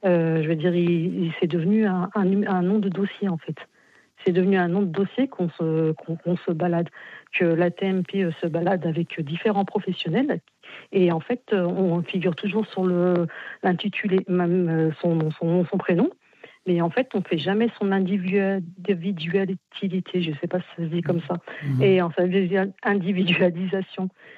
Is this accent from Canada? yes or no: no; France; born there; Moi, je suis d'origine maghrébine, hein, tunisienne.